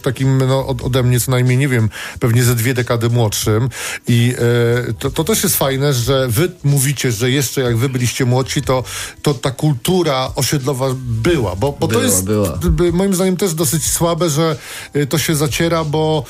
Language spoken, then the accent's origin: Polish; Warsaw, Masovian Voivodeship, Poland; Ja się wychowałem na Mokotowie tutaj i podróż na Jelonki to była ze 3 dni co najmniej się jechało.